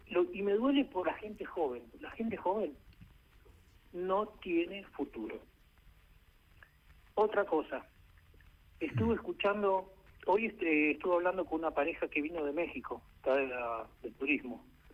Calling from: Los Polvorines, Buenos Aires Province, Argentina; vivo en Polvorines, trabajo en Cava, acabo de llegar.

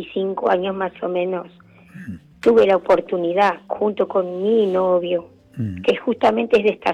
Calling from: Villa Madero, Buenos Aires Province, Argentina; Yo estoy acá en la Villa Madero. Estoy en La Matanza ahora.

